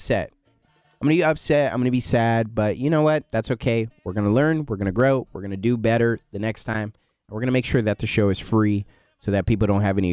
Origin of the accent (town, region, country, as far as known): United States